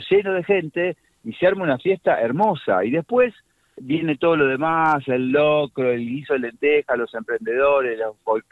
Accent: Argentina; Como argentinos tenemos que estar y acompañar.

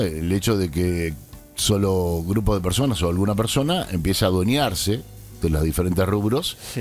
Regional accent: General Madariaga, Buenos Aires Province, Argentina; born there; yo nací en Madariaga, Yo nací en Madariaga.

